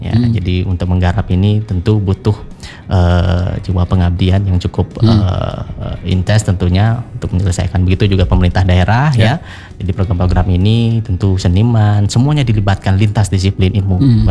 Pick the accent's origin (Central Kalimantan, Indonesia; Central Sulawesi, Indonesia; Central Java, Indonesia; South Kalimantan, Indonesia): Central Sulawesi, Indonesia; born there; kami lahir di Sulawesi Tengah ya, kami adalah anak lahir dari Sulawesi Tengah